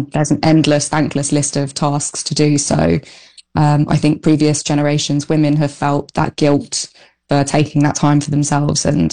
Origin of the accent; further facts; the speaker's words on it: London, United Kingdom; moved away as an adult; now in Delhi, India; growing up in London